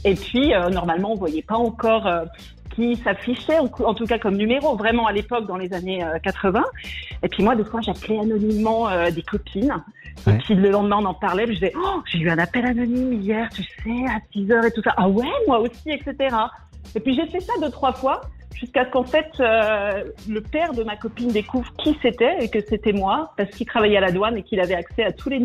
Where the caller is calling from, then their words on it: German-speaking Switzerland, Switzerland; J'appelle de la Suisse alémanique, tout là-haut.